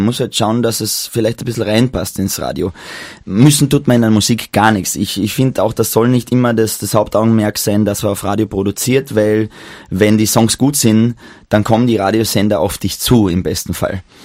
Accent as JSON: {"language": "German", "town": "Klagenfurt", "region": "Carinthia", "country": "Austria", "tie": "born or raised there", "said": "Ich habe ja einen wunderbaren Freund bei mir in Klagenfurt, in meiner Heimat, der hat ein Klavierhaus"}